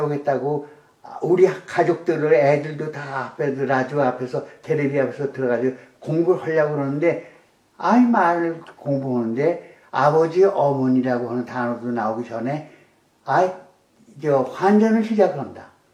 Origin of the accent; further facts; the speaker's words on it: Seoul, South Korea; born there; 근데 내가 하는 나 서울 태생인데